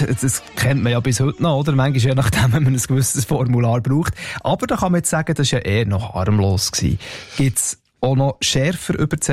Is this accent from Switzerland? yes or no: yes; Switzerland; dass man sogar als Schweizer selber darüber lachen muss